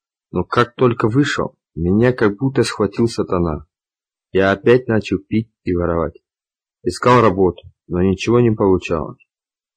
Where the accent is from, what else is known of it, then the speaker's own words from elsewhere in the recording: Jelgava, Zemgale, Latvia; Сам я из Елгавы.